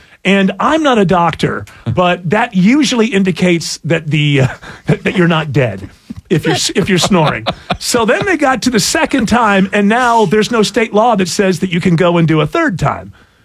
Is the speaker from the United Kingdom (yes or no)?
yes; England, United Kingdom; I'm English, so I know 34 people named Nigel.